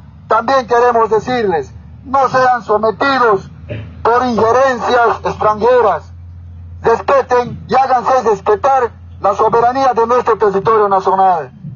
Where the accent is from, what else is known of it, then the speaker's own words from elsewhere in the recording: Cochabamba, Bolivia; nuestra región del trópico de Cochabamba, bastantemente organizado orgánicamente.